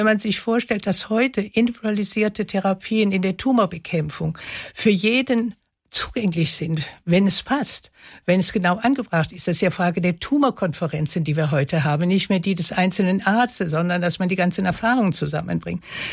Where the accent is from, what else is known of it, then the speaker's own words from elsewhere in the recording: Rhineland, Germany; accent: Rhineland; dass man natürlich hört, dass ich aus dem Rheinland komme.